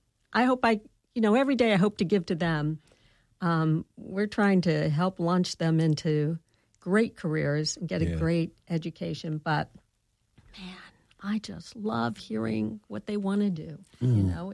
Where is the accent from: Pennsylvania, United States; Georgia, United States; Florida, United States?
Georgia, United States; Atlanta; I grew up in Atlanta.